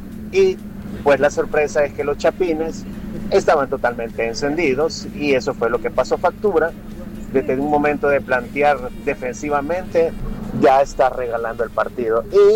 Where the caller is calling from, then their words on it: El Salvador; como salvadoreño de corazón que sufre siempre cuando la selecta juega y pierde de esa manera